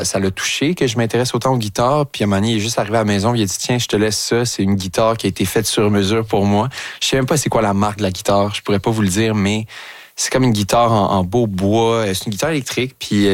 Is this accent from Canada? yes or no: yes; Longueuil, Quebec, Canada; moi, j'ai grandi dans le Vieux-Longueuil, puis lui aussi habitait là.